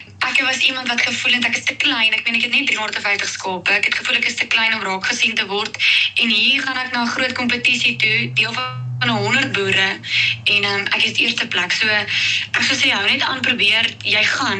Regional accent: Klerksdorp, North West, South Africa; now in George, South Africa; So ek kom oorspronklik van Klerksdorp van Noordwes. Ek het in 2022 skies het ek hiernatoe getrek, George toe, om presies te wees.

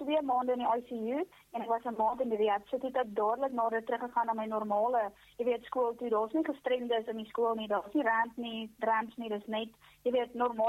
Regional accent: Free State, South Africa; ek is gebore in die Vrystaat, of eintlik maar welkom voor in ons rus area. Ek het daar groot geword, laerskool klaar gemaak, hoërskool klaar gemaak en ja, ken hom al my hele lewe lang Vrystaatse deel, as ek so kan sê.

